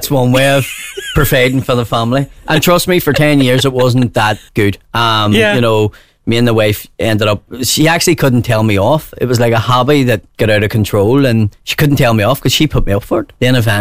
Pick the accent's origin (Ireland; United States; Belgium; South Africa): Ireland; Belfast, Northern Ireland, United Kingdom; I'm from West Belfast